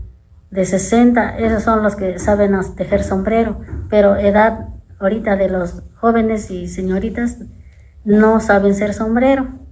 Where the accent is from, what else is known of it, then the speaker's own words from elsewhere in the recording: Santa Ana Tepejillo, Puebla, Mexico; mi pueblo, de Santa Ana Tepejillo, Puebla. Aquí en mi pueblo tejemos sombreros. Desde pequeñitos, desde edad de 7 años, de 8 años, empezamos a tejer sombrero.